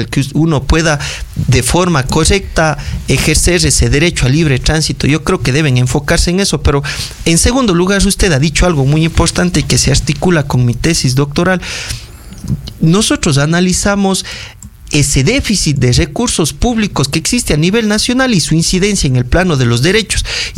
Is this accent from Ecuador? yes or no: yes; Azogues, Cañar, Ecuador; como miembro de esta sociedad azogueña